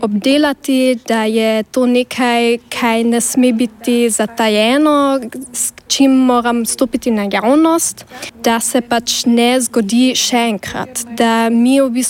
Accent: Carinthia, Austria

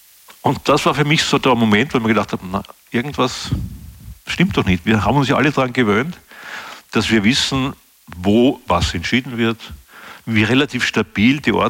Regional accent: Austria

